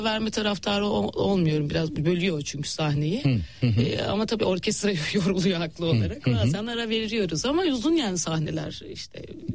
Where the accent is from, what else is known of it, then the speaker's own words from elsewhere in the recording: İzmir, Turkey; Ya İzmir, tabii İzmirliyim. İzmir çok güzel.